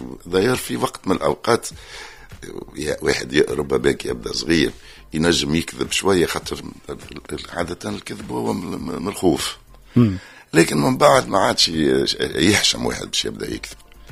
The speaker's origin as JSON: {"language": "Arabic", "town": "Tunis", "region": "Tunis Governorate", "country": "Tunisia", "tie": "born or raised there", "also_born_or_lived": "Béja", "said": "انا من مواليد 1957، حليت عينيا في تونس، اما تولدت في باجا، معناتها امي مشات ولدتني غادي ورجعت"}